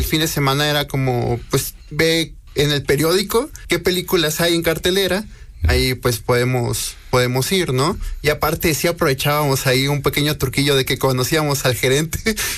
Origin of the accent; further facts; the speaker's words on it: Ciudad Obregón, Sonora, Mexico; now in Puebla, Mexico; Soy de Ciudad Obregón, Sonora.